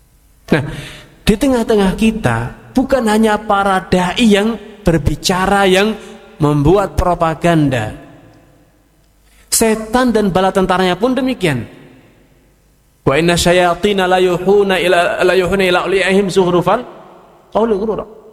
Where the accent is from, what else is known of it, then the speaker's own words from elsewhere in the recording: Salatiga, Central Java, Indonesia; Saya pernah di kota saya sendiri, di Salatiga sana